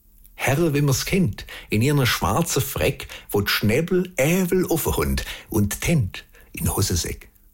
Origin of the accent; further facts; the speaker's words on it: Baden-Württemberg, Germany; wie immer mit einem kleinen Liedle im Dialekt von meinem Heimatort Beisinger bei Rottweil